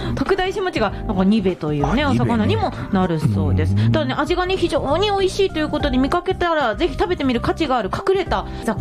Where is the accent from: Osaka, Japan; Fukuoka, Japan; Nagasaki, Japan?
Nagasaki, Japan; 九州地方はなんと福岡そして私の地元長崎、うん、なので、まあ、私は確かね長崎出身でしたので確かに鮭派でうなずけますと